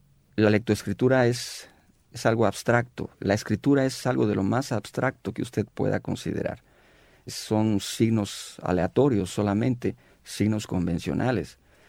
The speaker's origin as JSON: {"language": "Spanish", "country": "Mexico", "said": "En nuestro país, en mi país, el país de México"}